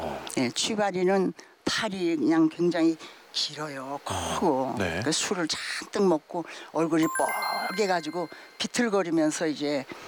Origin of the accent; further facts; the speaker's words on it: Sariwon, North Hwanghae, North Korea; 그 황해도 사리원 경암산 앞에 그 어릴 때 거기서 그 놀면서 자라면서 거기서 춤을 췄기 때문에 네.